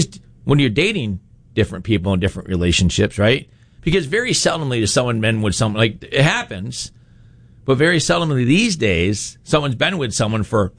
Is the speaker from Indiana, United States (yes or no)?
no; Rochester, New York, United States; now in Syracuse, United States; I grew up just outside of Rochester and then moved to Syracuse, and that's all I've ever done in my entire life.